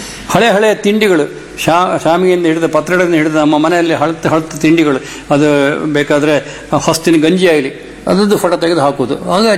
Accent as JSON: {"language": "Kannada", "town": "Kundapur", "region": "Karnataka", "country": "India", "accent": "Kundapura Kannada", "said": "ನಮ್ಮ ಮನೆಯಲ್ಲಿ ನಾವೆಲ್ಲ ಕುಂದಾಪುರ ಕನ್ನಡಗೆ ಬಯಸಿಕೊಂಬುದು, ಮನೆಯೊಳಗೆ ಕುಂದಾಪುರ ಕನ್ನಡದಿಗೆ ಹಾಸ್ಯ ಮಾಡೋದು"}